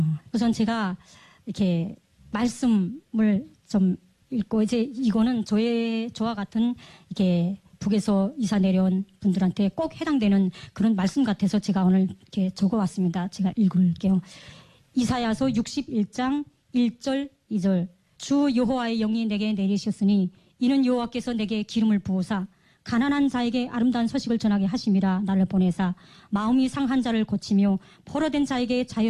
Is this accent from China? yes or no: no; North Korea; moved away as an adult; now in South Korea; 4일 만에 제가 이제 고향을 떠나서 여러 경로를 통해서 방랑도 하고 이러면서 이제 하다가 탈북을 했거든요. 2016년에 이제 드디어 이제 탈북을 해서